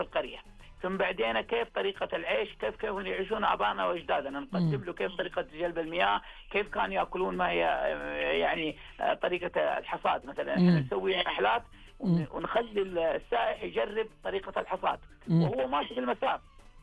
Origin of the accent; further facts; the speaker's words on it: Taif, Makkah Province, Saudi Arabia; مسار المخاضة عندنا في الطائف